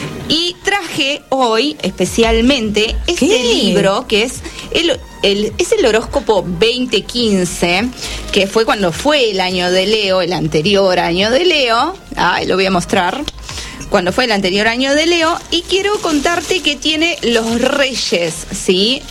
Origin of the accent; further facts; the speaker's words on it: Mar del Plata, Buenos Aires Province, Argentina; yo soy de Mar del Plata y siempre vengo